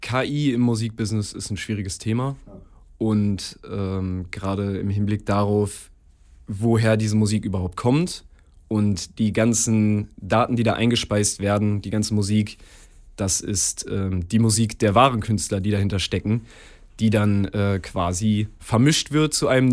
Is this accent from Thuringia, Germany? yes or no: no; Hameln, Lower Saxony, Germany; ich komme aus Hameln und bin hier zur Schule gegangen und habe hier auch die Geige gelernt zu spielen.